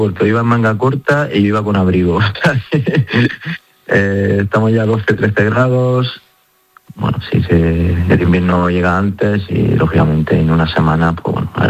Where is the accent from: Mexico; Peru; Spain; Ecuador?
Spain; moved away as an adult; now in Ukraine; somos ya 5 españoles en el cuerpo técnico